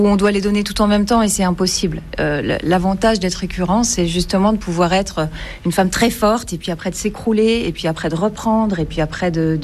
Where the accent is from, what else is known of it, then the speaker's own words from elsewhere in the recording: Belgium; En tant que Belge